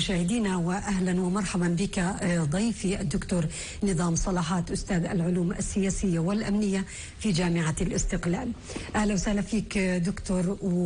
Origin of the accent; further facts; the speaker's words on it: Palestine; نحن كفلسطينيين